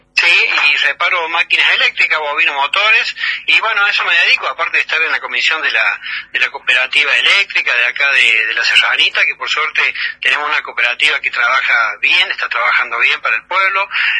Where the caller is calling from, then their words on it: Córdoba, Argentina; nosotros acá en un pueblo vecino que se llama Anisacate, tenemos a … como vecino.